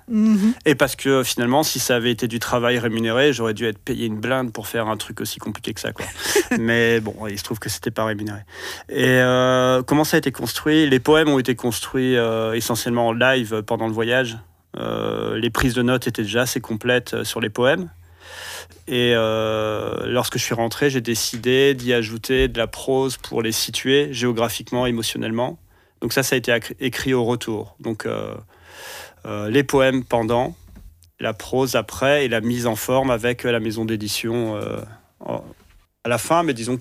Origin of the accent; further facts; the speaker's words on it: France; now in Belgium; moi je suis français à la base, je suis installé en Belgique depuis une quinzaine d'années.